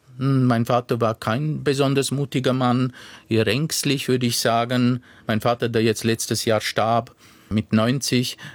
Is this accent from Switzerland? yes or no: no; Romania; Darüber hinaus war es eine Reverenz an eine Kindheit im Osten, die auch schön war, an meine Kindheit in Rumänien.